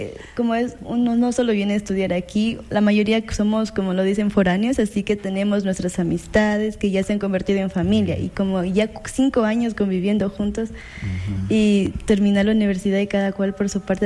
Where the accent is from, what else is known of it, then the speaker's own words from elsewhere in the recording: Chaguarpamba, Loja, Ecuador; moved away as an adult; Yo soy de Chahuarpamba